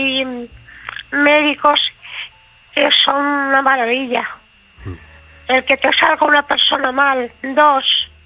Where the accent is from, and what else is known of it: Santander, Cantabria, Spain